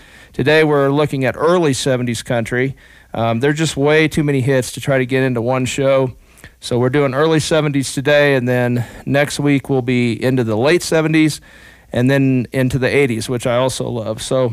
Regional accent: Midwest, United States; I grew up in the Midwest

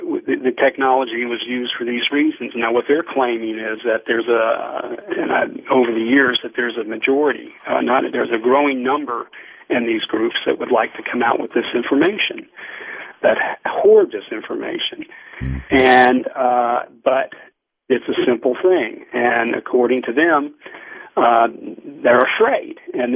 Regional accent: United States; because I'm an American.

